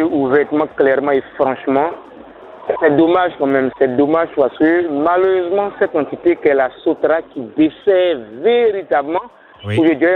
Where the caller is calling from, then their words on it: Abidjan, Côte d’Ivoire; nous autres, on est dans le sud du district autonome d'Abidjan.